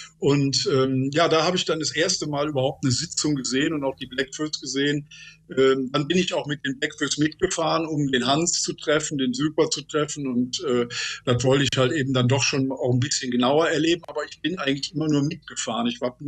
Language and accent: German; Cologne, North Rhine-Westphalia, Germany; Wie kann ich mit Kölnern und wie kann ich mit mir als Kölner leben?